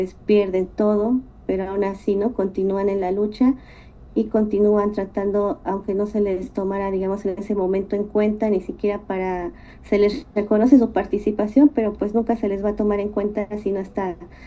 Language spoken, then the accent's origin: Spanish; Mexico